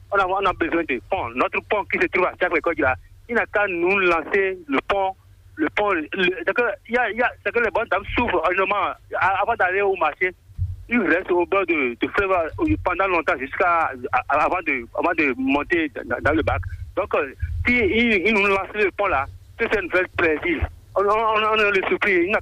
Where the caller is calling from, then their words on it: Benin; je vous appelle depuis Gapé.